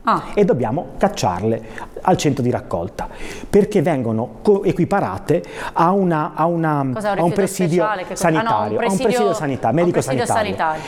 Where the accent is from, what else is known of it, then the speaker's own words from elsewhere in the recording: La Spezia, Liguria, Italy; Perché io che vengo da Spezia e sono sindaco di Riccò del Golfo di Spezia